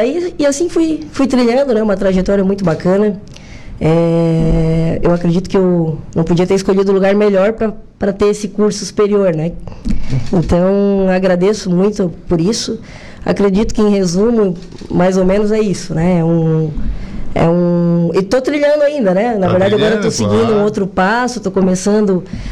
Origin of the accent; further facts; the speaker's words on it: Meleiro, Santa Catarina, Brazil; born there; also born or lived in Tubarão; eu tenho 37 anos, né? Sou natural de Tubarão. Mas morei boa parte da minha vida em Meleiro, né? A gente veio, minha família voltou para Meleiro em meados, quando eu tinha 8 anos, mais ou menos.